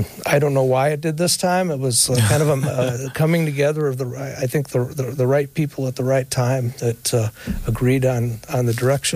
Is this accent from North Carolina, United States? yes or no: no; Toledo, Ohio, United States; also born or lived in Oregon, Ohio; I grew up partly in East Toledo and partly in Oregon.